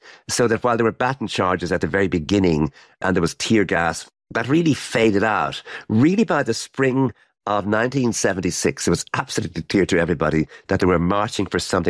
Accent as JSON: {"language": "English", "country": "Ireland", "said": "I'm Irish"}